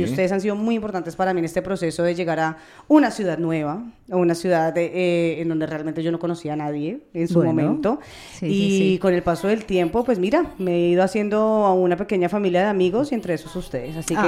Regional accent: Colombia

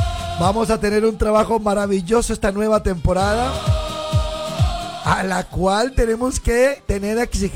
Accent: Colombia; now in Spain; aunque yo soy colombiano y tengo la doble nacionalidad

